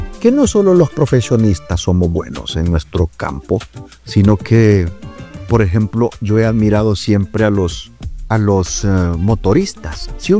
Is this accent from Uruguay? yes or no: no; Honduras; los maestros en mi barrio, en mi pueblo, eran de unidocencia, le dicen, que es para todas las clases